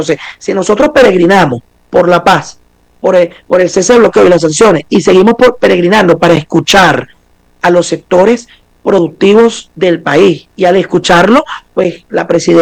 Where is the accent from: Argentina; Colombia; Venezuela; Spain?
Venezuela; Chacao, Miranda; yo como padre de familia, como venezolano, como ciudadano, como vecino de Chacao, del estado Miranda, un municipio que en algún momento fue muy violento, mucha violencia política